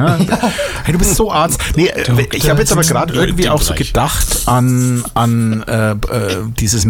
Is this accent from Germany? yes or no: yes; Bavaria, Germany; wenn ihr draußen schon die Franken am Mikrofon habt